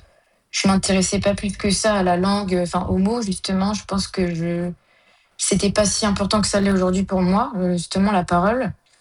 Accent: France; en fait, je suis française, mais j'ai quelque chose en plus

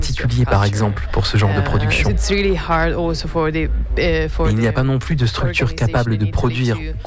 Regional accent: Milan, Lombardy, Italy; je suis artiste, chorégraphe et je viens de Milan, en Italie.

